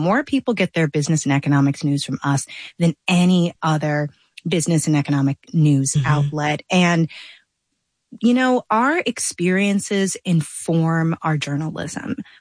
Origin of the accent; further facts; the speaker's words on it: St. Louis, Missouri, United States; I grew up in St. Louis, Missouri, where we had extreme.